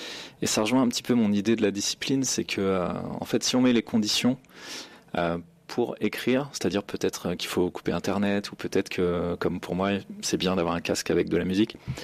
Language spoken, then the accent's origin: French; Niort, Nouvelle-Aquitaine, France; moved away; moi, je suis originaire de Niort. D'ailleurs, je suis revenu, j'habite aujourd'hui encore dans les Deux-Sèvres.